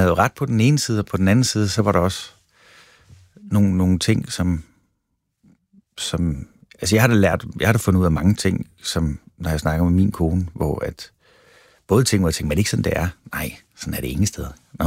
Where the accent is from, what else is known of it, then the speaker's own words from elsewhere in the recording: Valby, Capital Region of Denmark, Denmark; Og vi havde sådan en plads i Valby, faktisk lige over for spinderiet, hvor jeg voksede op.